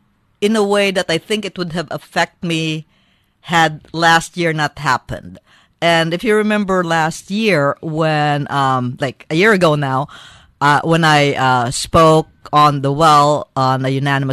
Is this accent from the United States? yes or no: no; Philippines; I called the Philippines my home country.